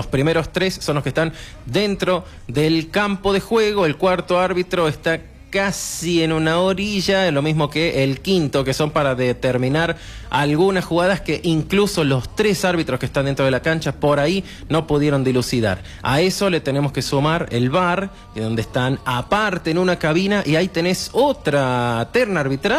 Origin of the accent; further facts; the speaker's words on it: Chilecito, La Rioja, Argentina; Sí, como dicen, somos chilesiteños cuando convienen y somos riojanos cuando conviene de otra forma.